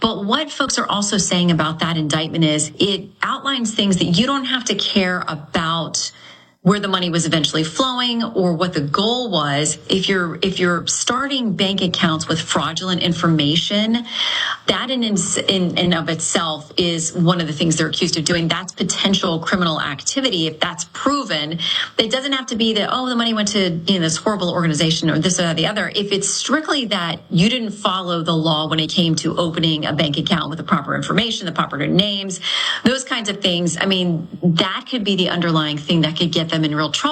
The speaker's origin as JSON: {"language": "English", "region": "Florida", "country": "United States", "tie": "born or raised there", "said": "he did briefly stop in my home state of Florida."}